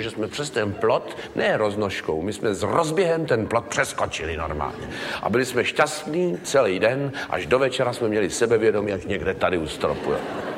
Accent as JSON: {"language": "Czech", "town": "Třebíč", "region": "Vysočina Region", "country": "Czechia", "tie": "born or raised there", "said": "kterou jsme jeli po Třebíči po mém rodném městě"}